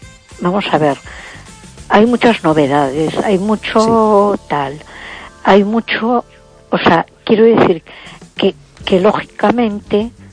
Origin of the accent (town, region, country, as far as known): A Coruña, Galicia, Spain